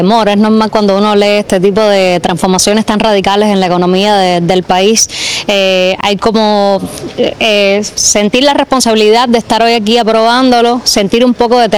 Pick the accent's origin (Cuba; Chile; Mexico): Cuba; Yo, a mí, de las cosas que más me preocupan como cubana